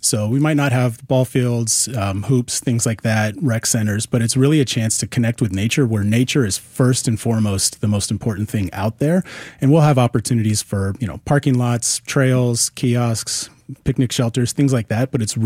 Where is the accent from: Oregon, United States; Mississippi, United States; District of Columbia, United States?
Oregon, United States; Willamette Valley; I grew up in the Willamette Valley